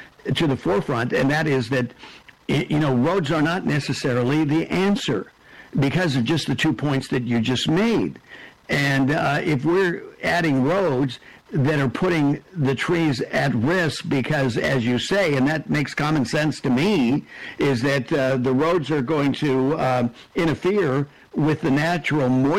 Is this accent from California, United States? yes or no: yes; California, United States; I'm from California, and they just cannot seem to manage their forest situation.